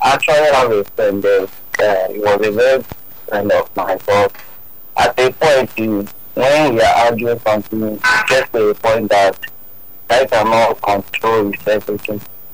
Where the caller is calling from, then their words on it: Agege, Lagos, Nigeria; from Agege.